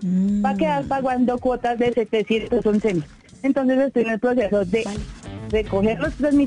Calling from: Bogotá, Colombia; De Bogotá, Britalia Kennedy.

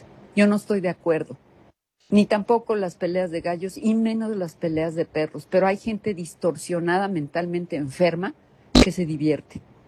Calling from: Baja California Sur, Mexico; de Baja California

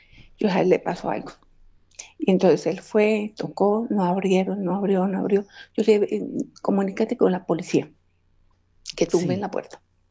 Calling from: Pinchote, Santander, Colombia; en Pinchote, Santander.

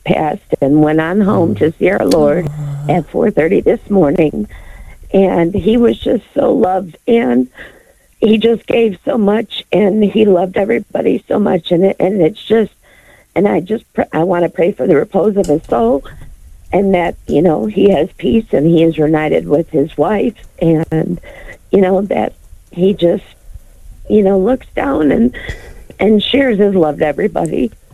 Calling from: Nicholasville, Kentucky, United States

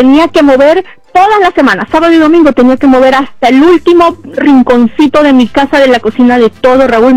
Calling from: Allentown, Pennsylvania, United States; Ya no trabajo en limpieza, por cierto, y vivo en otro lado. Vivo en Allentown, Pensilvania.

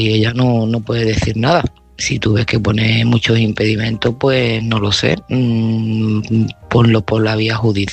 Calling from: Seville, Andalusia, Spain; de Sevilla

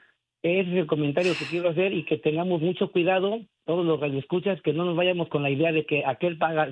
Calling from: Yautepec, Morelos, Mexico; Y alrededor de ese pueblo de Yautepec, que es de donde yo soy

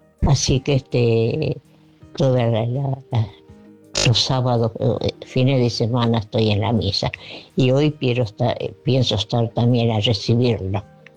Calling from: Merlo, Buenos Aires Province, Argentina; de Merlo.

